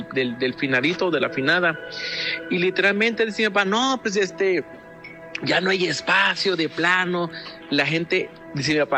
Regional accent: Tonalá, Chiapas, Mexico; now in Omaha, United States

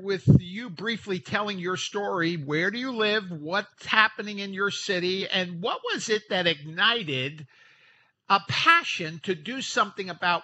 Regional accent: New York City, New York, United States; Many of you know that I'm a city boy, born and raised in New York City.

